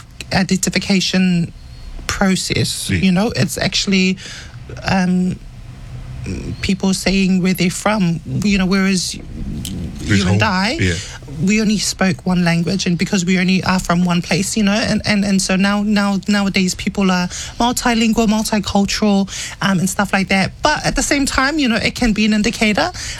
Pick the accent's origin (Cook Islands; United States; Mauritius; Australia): Cook Islands; English is a second language; now in New Zealand; I didn't know how to speak English. I learned how to speak English when I moved to Aotearoa, New Zealand. And that identified me as a Cook Islander because I was, speaking my language.